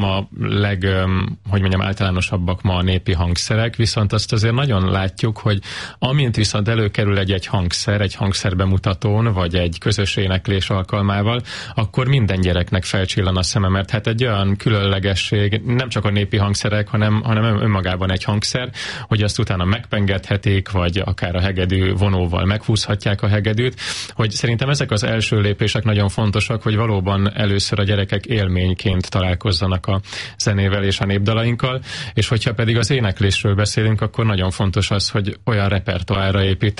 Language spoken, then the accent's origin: Hungarian; Nova, Zala, Hungary; Így van, én magam is egyébként Zalából származom, a gyermekkoromat Nován töltöttem, és hát Nova egyébként a Göcsei szíve